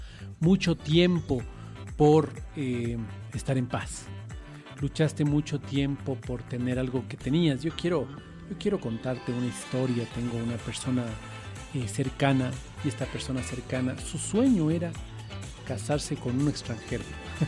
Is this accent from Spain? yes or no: no; Ecuador; Así somos los ecuatorianos